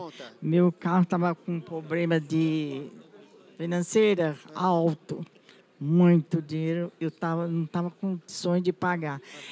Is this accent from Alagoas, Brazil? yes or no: no; São Paulo, Brazil; Eu sou da Arthur Alvim.